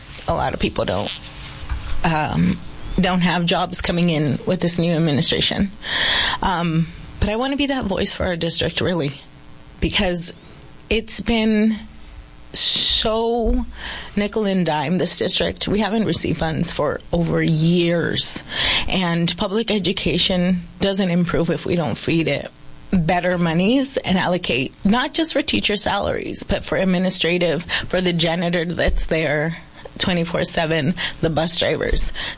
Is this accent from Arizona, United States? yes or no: yes; Yuma County, Arizona, United States; I come from the Yuma County community